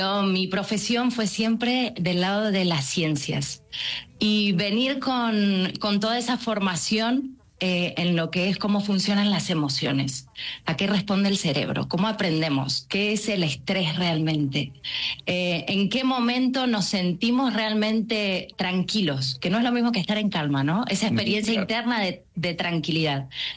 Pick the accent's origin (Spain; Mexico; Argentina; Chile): Argentina; Yo soy argentina, van a ver que tengo un tono medio distinto, pero yo en Argentina me desarrollé en el mundo de las neurociencias.